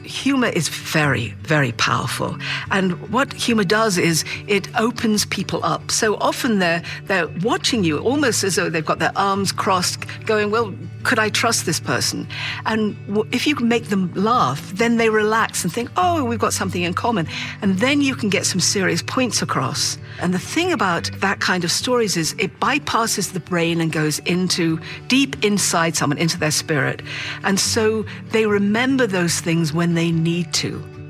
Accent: the north of England, United Kingdom; moved away as an adult; now in Maryland, United States; I am originally from England, from the north of England, and I now live in Maryland. I'm a naturalized citizen and very proud to be so.

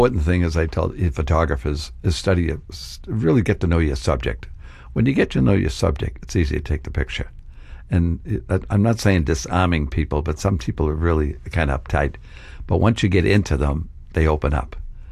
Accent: Boston, Massachusetts, United States; they're neighbors of mine in Dorchester, so we come from the same cloth.

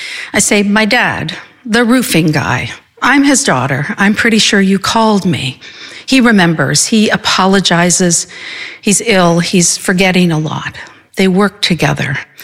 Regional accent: Montreal, Quebec, Canada; I'm from Montreal, Canada, and I'm a writer and a storyteller

